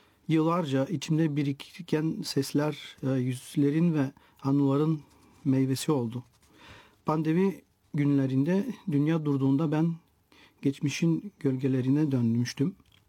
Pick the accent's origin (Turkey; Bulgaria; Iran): Bulgaria; Rozino, Plovdiv Province; Ben Bulgaristan doğumluyum. Rozina'da doğdum. Doğma ve büyüme köyüm. Kültürün, dillerin ve inançların iç içe geçtiği bu coğrafyada çok ünlü bir memlekettir.